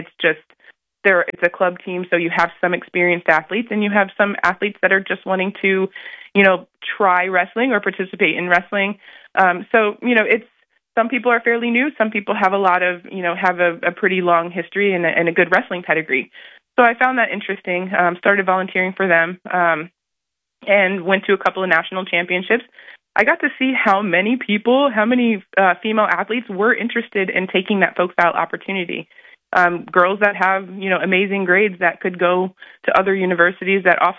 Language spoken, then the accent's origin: English; New Jersey, United States; moved away as an adult; now in Arizona, United States; I'm from New Jersey, but my dad lives here in Arizona